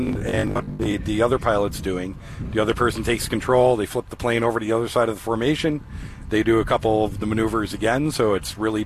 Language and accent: English; Ottawa, Ontario, Canada; now in Moose Jaw, Canada; But I'm from Ottawa.